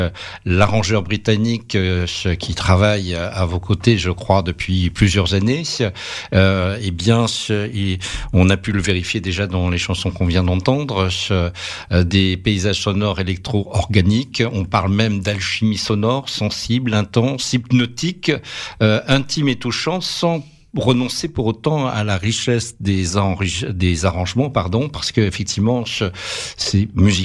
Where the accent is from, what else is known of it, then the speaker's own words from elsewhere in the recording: Brittany, France; je suis breton plus que bretonnance.